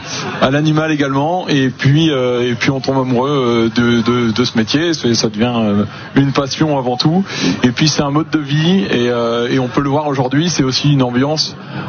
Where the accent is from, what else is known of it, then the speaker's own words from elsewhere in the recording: Hauts-de-France, France; moved away as an adult; now in southwest France; Alors, je suis originaire de la Somme. Je travaille actuellement dans le sud-ouest, mais originaire du département.